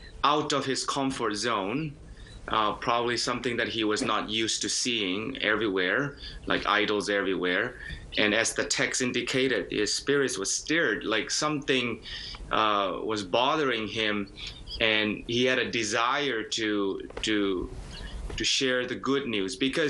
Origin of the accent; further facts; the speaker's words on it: Myanmar; moved away; Yes, I grew up in Myanmar, where the majority of the people, about 95% or so of the people, are Buddhist.